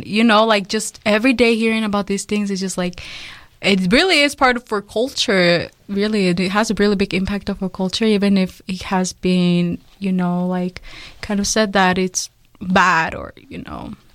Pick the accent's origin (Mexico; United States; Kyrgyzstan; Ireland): Mexico; So I was born in Mexico, and I was raised in a little village.